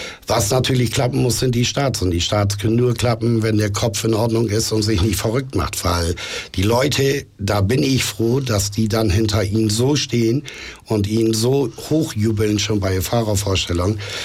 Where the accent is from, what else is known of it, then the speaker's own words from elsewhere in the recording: Bremen, Germany; moved away; ursprünglich als Bremer